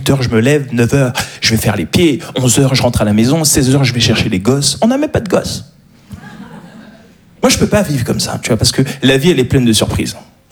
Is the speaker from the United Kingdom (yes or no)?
no; Paris, Île-de-France, France; Je suis un parisien, voilà ce que je suis.